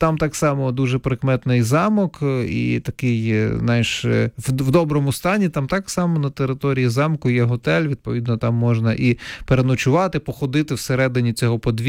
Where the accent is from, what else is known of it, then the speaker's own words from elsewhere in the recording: Donetsk Oblast, Ukraine; я все-таки не з Тернопільщини народ, я родом із Донеччини, так?